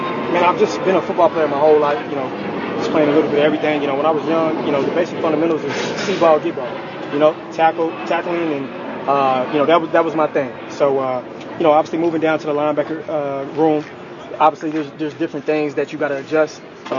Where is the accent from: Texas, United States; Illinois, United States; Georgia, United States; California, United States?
Texas, United States; Dallas; I'm from Dallas, born and raised.